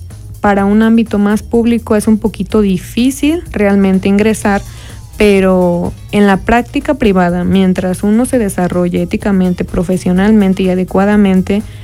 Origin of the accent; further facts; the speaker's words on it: Acatlán de Osorio, Puebla, Mexico; yo soy originaria de Acatlán de Osorio y hay veces que aquí de repente me sale una que otra consulta, ¿no?